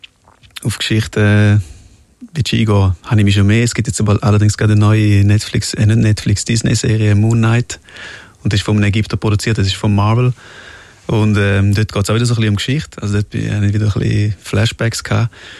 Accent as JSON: {"language": "German", "country": "Switzerland", "tie": "born or raised there", "said": "Aber ich bin Schweizer, ich bin mega stolz und für mich ist es mega schön gewesen, hier aufzuwachsen, und ich will auch hier bleiben."}